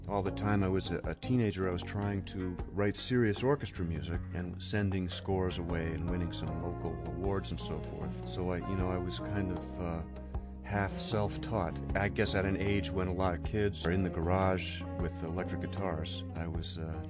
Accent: Ohio, United States; moved away; also born or lived in Seattle, Washington; I grew up partly in Seattle, Washington, until I was about 11 years old, and we lived in a couple small towns in Ohio, Findlay, Ohio, and Granville, Ohio.

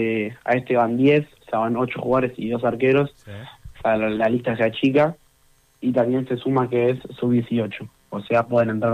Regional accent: Argentina; es lo que le transmiten de chico en Argentina. Por lo general, para mí nos caracterizamos por ser un poco vivos, un poco pícaros adentro de la cancha

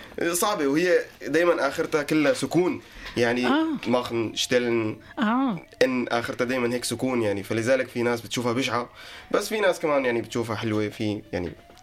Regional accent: Syria; also born or lived in Lebanon; now in Hamburg, Germany; أنا طلعت من لبنان طلعت بفيزا دراسة شوي مدلل أكثر من الناس السوريين البقية

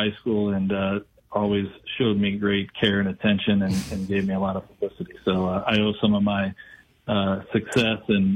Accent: Belleville, Illinois, United States; also born or lived in Edwardsville; I was in Belleville

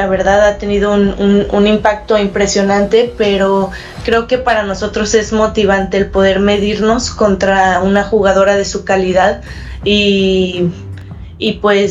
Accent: Mexico; Entonces, sí, como futbolista mexicana, pues me enorgullece que haya una compañera mexicana nominada para estos premios

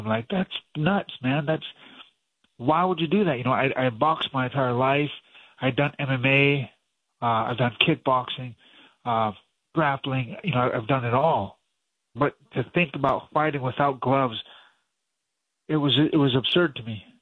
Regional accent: Great Falls, Montana, United States; here in my hometown in Great Falls, Montana

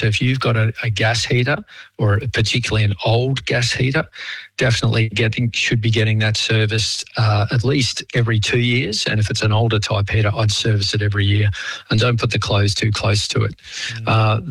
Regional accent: Melbourne, Victoria, Australia; now in Queensland, Australia; I mean, I grew up in Melbourne and had an electric blanket. Queensland, where I am now, doesn't get cold enough really

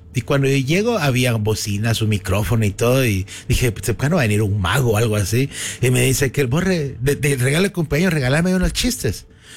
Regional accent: Zacapa, Guatemala; Tal vez por ser de Zacapa, me ha gustado contar cuentos, chistes, historias.

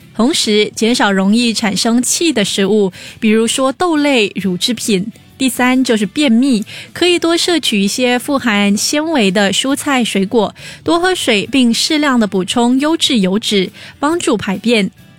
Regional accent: Singapore; 我们新加坡人

